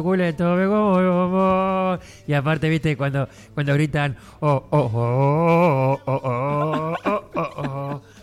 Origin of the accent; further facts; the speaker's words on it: Argentina; yo soy argentino.